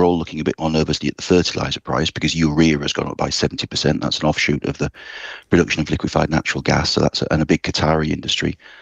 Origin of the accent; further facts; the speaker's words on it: Yorkshire and the Humber, United Kingdom; As a Yorkshireman